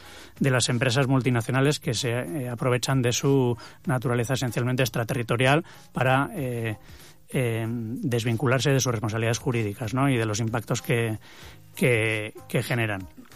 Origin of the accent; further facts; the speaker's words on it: Basque Country, Spain; somos una misión, una delegación de 13 personas que venimos de todas del País Vasco